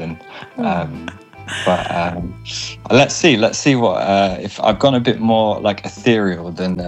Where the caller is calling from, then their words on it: South West England, United Kingdom; I'm from South... Well, I'm living in South Devon.